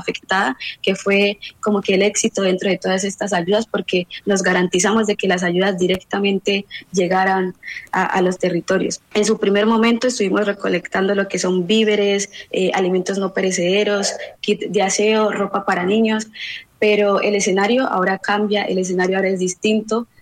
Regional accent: Colombia; porque siento que como humanos, como colombianos, no teníamos las herramientas suficientes para prepararnos para una situación como esta

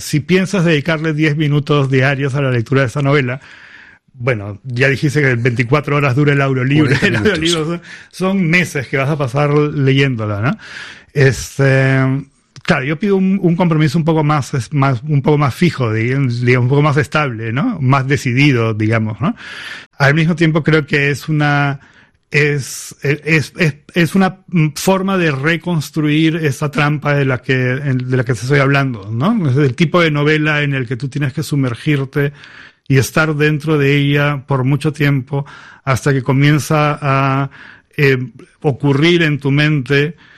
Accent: Peru; moved away as an adult; now in Maine, United States; Que era la historia del Perú y toda la historia de nuestra vida hasta ese momento.

